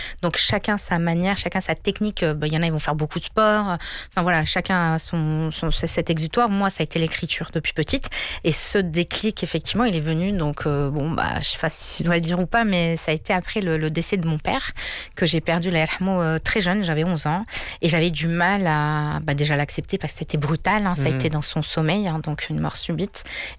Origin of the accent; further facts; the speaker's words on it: France; born there; comme je suis marocaine, avec des sonorités donc, qui vont venir d'Orient et puis le côté aussi Europe, parce que je suis née en France.